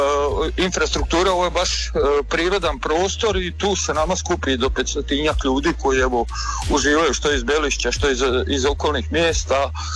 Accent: Slavonia, Croatia; kod nas u Slavoniji

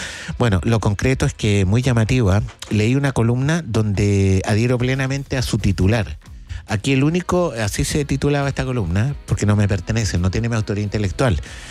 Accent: Chile; ¿Somos racistas los chilenos, no? Yo creo que sí.

